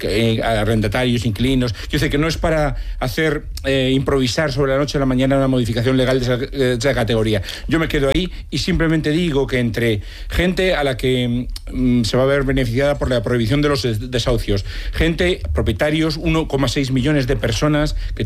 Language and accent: Spanish; Ferrol, Galicia, Spain; Sí, además somos medio de Ferrol los dos.